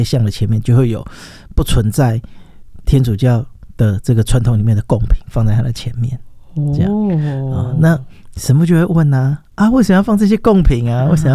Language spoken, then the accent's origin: Chinese; Taiwan